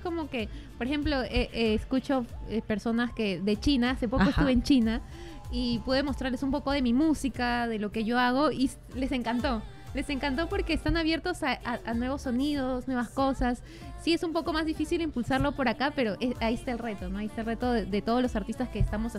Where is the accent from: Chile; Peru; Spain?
Peru; me encanta esta fusión que haces porque revaloriza nuestra cultura, nuestro quechua, que es nuestro idioma nativo del Perú.